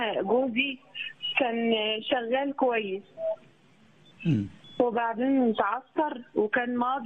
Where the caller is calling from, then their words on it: Mansoura, Dakahlia, Egypt; من المنصورة